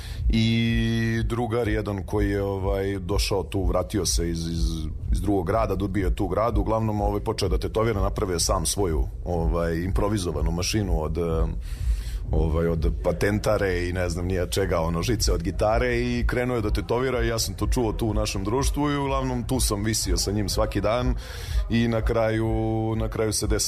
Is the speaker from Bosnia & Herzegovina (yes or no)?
no; Gornji Milanovac, Šumadija and Western Serbia, Serbia; rodom sam iz Gornjeg Milanovca, već tetoviram preko 15 godina.